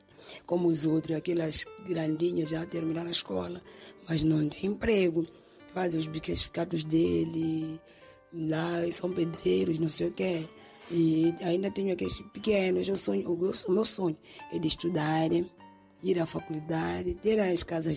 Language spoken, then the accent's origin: Portuguese; Mozambique; Eu sou uma Xangana.